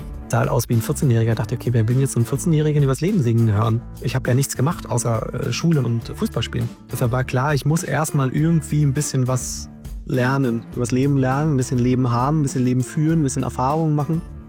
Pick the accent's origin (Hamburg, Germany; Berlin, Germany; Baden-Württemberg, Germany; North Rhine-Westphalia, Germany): Berlin, Germany; warum das irgendwie ein Thema ist, dass ich aus Ost-Berlin bin, weil ich bin aus Berlin.